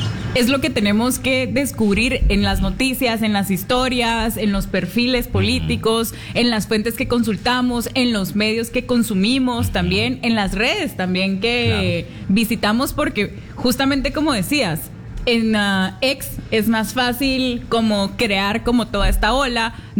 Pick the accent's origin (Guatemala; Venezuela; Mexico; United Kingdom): Guatemala; una cosa como guatemaltecos